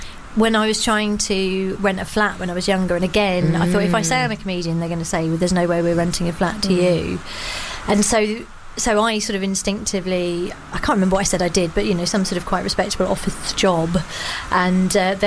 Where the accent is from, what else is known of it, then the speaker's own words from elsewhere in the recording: Croydon, London, United Kingdom; moved away as an adult; also born or lived in Manchester; actually, I'm from Croydon, originally. But, you know, I've been living in Manchester for such a long time, it feels like home.